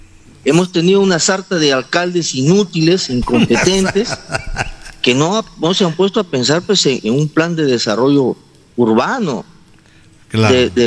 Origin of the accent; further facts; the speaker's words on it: Bellavista, Cajamarca, Peru; born there; Yo nací en Bellavista, en el hospital, en año 1962. Para llegar a Bellavista era un tráfico, una pesadilla.